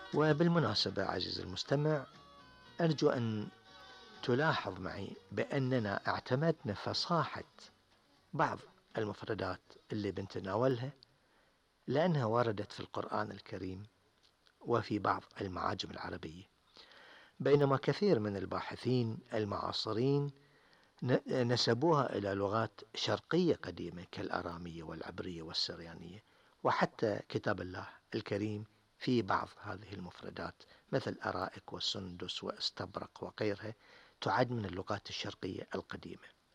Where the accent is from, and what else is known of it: Bahrain; accent: Bahraini